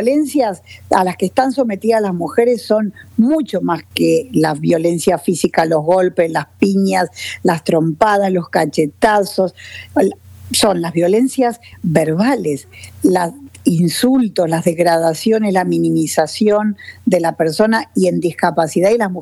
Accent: Argentina; Eso sucede en mi país, en la Argentina

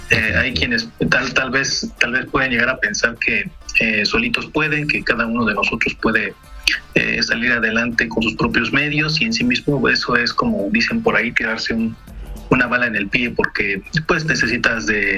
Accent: Mexico; El español que nos identifica como mexicanos es muy diferente del español de Centroamérica por la cultura, en Sudamérica igual, en Europa.

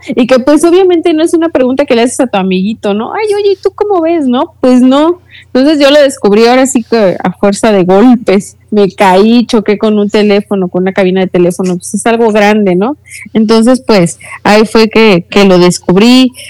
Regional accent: Mexico; asumirme como una mujer mexicana con discapacidad visual. Me gusta mucho decir que soy mexicana

